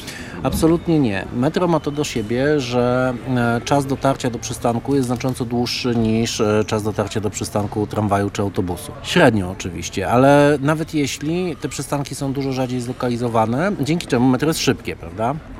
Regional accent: Łódź, Łódź Voivodeship, Poland; u nas w Łodzi

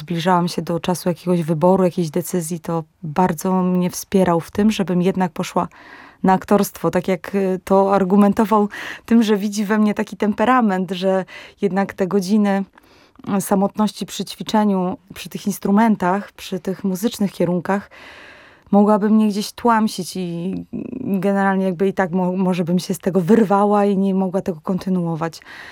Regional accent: Ostróda, Warmian-Masurian Voivodeship, Poland; born there; moved away as an adult; now in Łódź, Poland; Ale najlepiej jednak jest mi na tych Mazurach w Ostródzie. Tam ładuję akumulatory, tam jestem z rodziną. Tam z najbliższymi, tam są moi rodzice.

